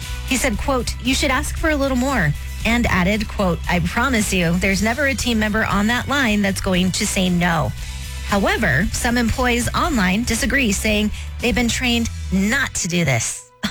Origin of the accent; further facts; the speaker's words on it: Georgia, United States; I grew up in Georgia in the 90s, and he was huge.